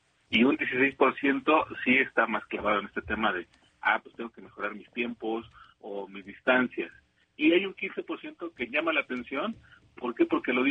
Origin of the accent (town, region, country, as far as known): Mexico